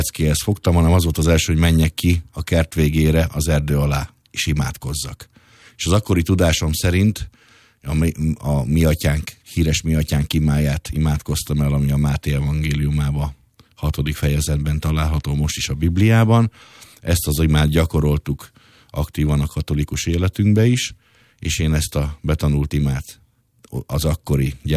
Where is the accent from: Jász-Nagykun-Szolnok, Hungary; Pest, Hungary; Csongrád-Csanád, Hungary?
Pest, Hungary; 1976-ban születtem, és vidéken, Kelet-Pest megyében Sűjsápon nevelkedtem fel, egy nagyon szép kertes házas környezetben, egy erdő alatti dombvidéken, és egy nagy családban